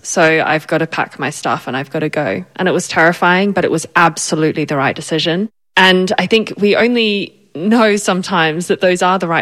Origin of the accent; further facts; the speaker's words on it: Australia; accent: hybrid Australian-British; also born or lived in United Kingdom; now in Switzerland; I am Australian and British, hence the hybrid accent, and currently live in Switzerland.